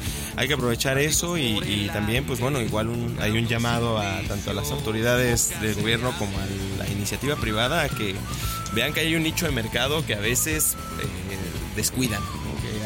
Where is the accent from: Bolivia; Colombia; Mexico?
Mexico; Xalapa, Veracruz; also born or lived in Mexico City; Bueno, yo soy nacido en CDMX, pero adoptado pero jalapeño adoptado desde jalapeño. Los 8 años.